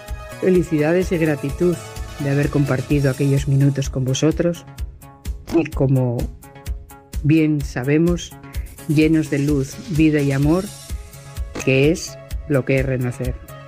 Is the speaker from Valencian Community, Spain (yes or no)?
no; Oviedo, Asturias, Spain; de Oviedo y mis felicidades hoy por vuestro 100 programas.